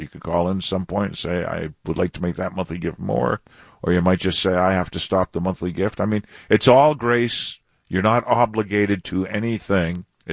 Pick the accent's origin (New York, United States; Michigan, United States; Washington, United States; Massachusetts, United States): Michigan, United States; Detroit; born or raised there; moved away